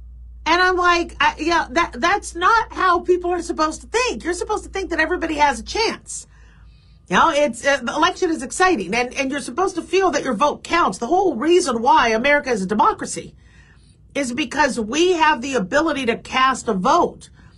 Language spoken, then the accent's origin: English; California, United States; now in Nevada, United States; I'm from California. If I could move back to California and afford living there, I would. But I'm really happy here in Nevada